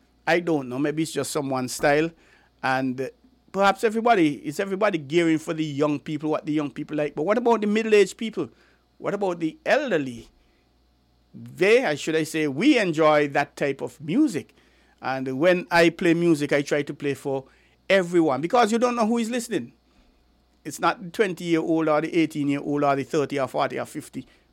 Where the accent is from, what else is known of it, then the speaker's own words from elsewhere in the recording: St. Kitts & Nevis; we're from St. Kitts Nevis